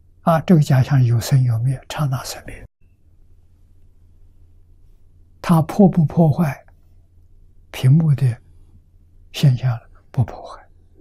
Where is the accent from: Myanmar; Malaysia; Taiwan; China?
China; 我们中国人常讲的“读书千遍，其义自见”。